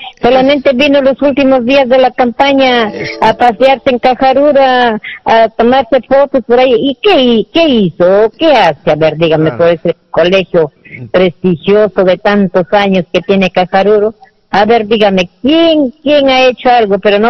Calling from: Peru; es que así somos los peruanos.

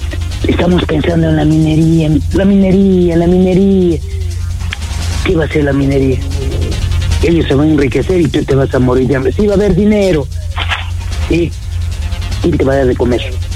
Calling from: Arequipa, Peru

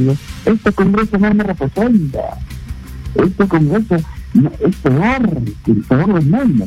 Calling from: Lima, Peru; De Santa Anita

